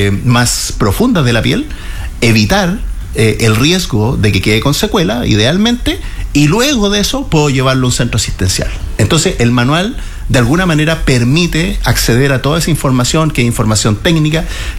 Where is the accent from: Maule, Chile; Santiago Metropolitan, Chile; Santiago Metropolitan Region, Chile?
Maule, Chile; Hualañé; comentaba yo que yo sí, muy orgullosamente soy de Gualañé, así que voy a ocupar un ejemplo de mi tierra.